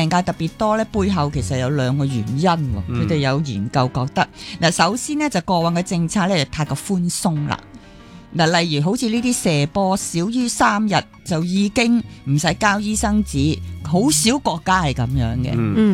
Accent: Hong Kong

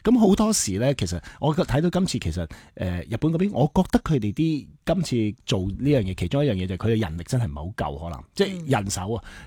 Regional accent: Hong Kong; 我们是香港人

